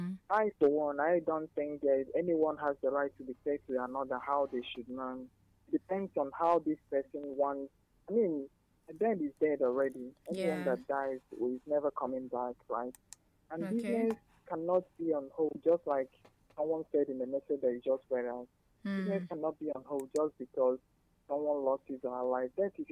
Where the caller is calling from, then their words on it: Anambra, Nigeria; I'm in Anambra.